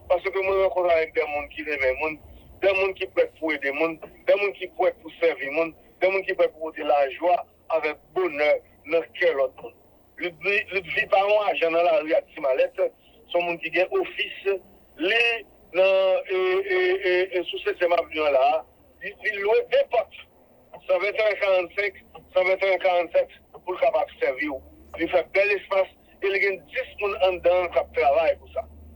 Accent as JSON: {"language": "French", "country": "Haiti", "said": "nous-mêmes, nous avons 10 fois plus. en tant qu'haïtien, parce que nous comprenons la culture"}